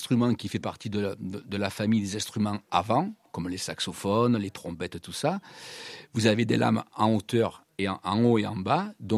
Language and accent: French; Provence-Alpes-Côte d'Azur, France; Tous les quatre, on est du Var. Oui, Toulon, Le Pradet, Cuers et Gien.